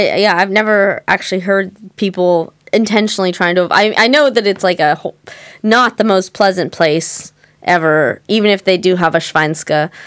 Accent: California, United States; I'm from the San Francisco area, and I think I'm just like used to seeing messed up shit and just like pretending I didn't see it

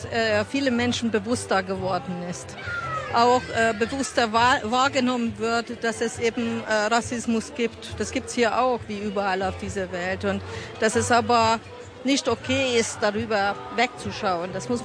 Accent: Hungary; moved away as an adult; now in Chemnitz, Germany

